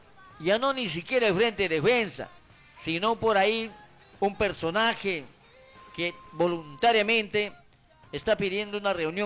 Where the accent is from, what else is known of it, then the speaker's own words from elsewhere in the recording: Aguaytía, Ucayali, Peru; Aguaitía, yo estimo mi pueblo, quiero a mi pueblo